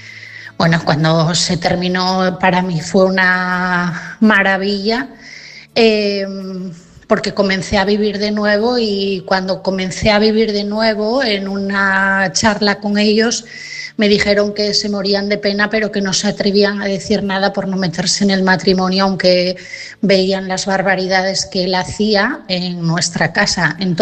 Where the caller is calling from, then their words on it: Asturias, Spain; de Asturias.